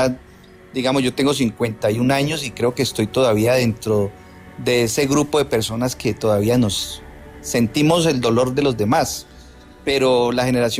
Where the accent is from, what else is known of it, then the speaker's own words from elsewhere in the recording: Cali, Valle del Cauca, Colombia; Yo soy de Cali, uh-huh. Te hablo desde Cali.